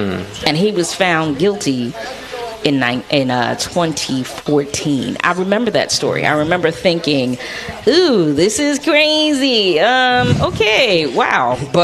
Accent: Philadelphia, Pennsylvania, United States; I grew up in North Philly.

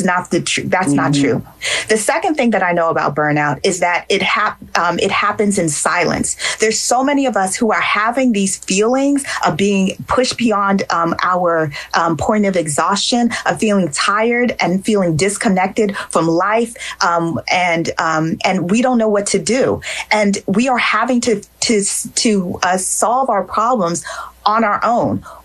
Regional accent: Nigeria; And I'm also a Nigerian, so I have to shout out, because yesterday was Nigerian Independence Day.

